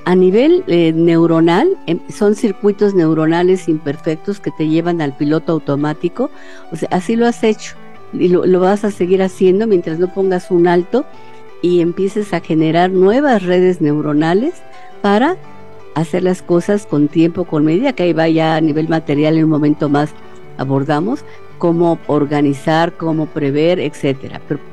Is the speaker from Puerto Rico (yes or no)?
no; Mexico; Pero la gran mayoría, como mexicanos, es todo al último.